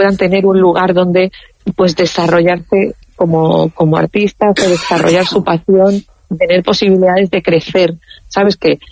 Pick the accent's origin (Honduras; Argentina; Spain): Spain; no podemos olvidar que los españoles, que España, somos también latinos. O sea, de hecho diría que somos latinos de salida